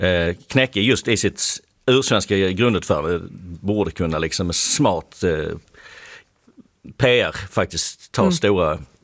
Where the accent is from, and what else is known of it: Skåne, Sweden